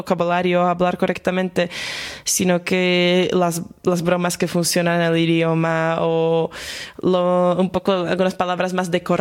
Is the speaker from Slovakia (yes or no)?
yes; Slovakia; first language Slovak; Spanish is a second language; porque en eslovaco, por ejemplo, yo por eso tengo el acento bastante marcado, porque nosotros ponemos el acento siempre en la primera sílaba de la palabra. En español es completamente diferente